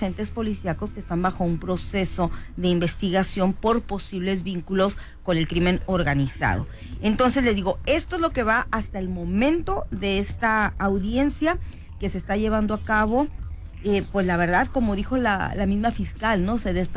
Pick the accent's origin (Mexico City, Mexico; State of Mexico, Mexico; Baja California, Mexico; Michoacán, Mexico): Baja California, Mexico; somos los ciudadanos de Baja California.